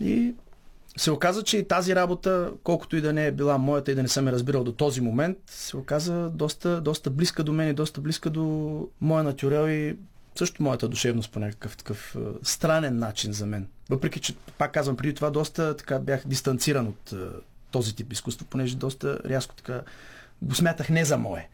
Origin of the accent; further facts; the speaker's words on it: Gabrovo, Gabrovo Province, Bulgaria; moved away as an adult; now in Stara Zagora, Bulgaria; понеже аз съм от Габрова, тя от Търново